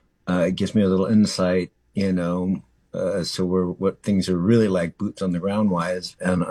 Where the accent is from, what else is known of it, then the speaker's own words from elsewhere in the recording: Minneapolis, Minnesota, United States; moved away; what this craziness is really kind of happening in my hometown that seems like it's really putting the brakes on the diversity that Minneapolis is famous for.